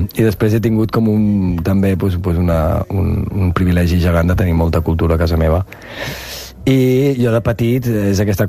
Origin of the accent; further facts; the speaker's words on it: Verges, Catalonia, Spain; also born or lived in Rupià; Jo vaig viure a Verges, vaig créixer a Verges. La meva família de l'Empordà és de Verges, som fills de Verges, de tota la vida.